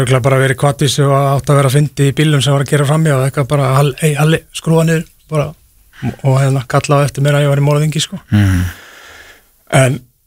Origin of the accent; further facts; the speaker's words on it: Akranes, Western Region, Iceland; Ég kem frá Akranesi og það gerist það Akranesi sem er lítið hérna, samfélag sko.